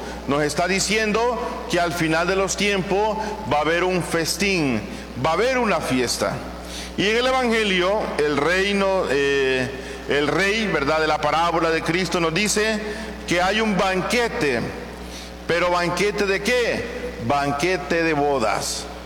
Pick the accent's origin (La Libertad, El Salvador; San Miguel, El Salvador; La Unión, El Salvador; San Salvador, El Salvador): La Unión, El Salvador; Conchagua; Soy originario de Conchagua